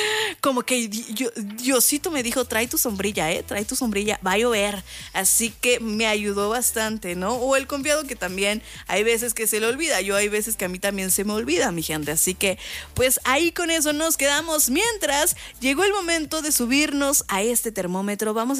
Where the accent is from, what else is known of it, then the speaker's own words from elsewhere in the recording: Morelia, Michoacán, Mexico; Y yo también desde Morelia. ¡Éale! Somos de Morelia para el mundo.